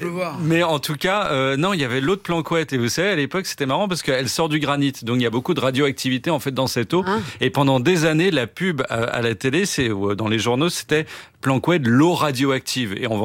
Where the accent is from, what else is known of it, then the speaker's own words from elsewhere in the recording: Brittany, France; Ben moi j'ai grandi en Bretagne